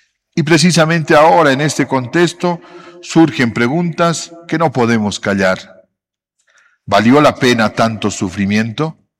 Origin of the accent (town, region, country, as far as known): Bolivia